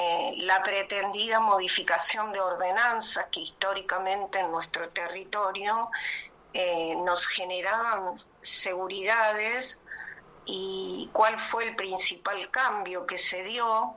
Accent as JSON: {"language": "Spanish", "region": "San Luis", "country": "Argentina"}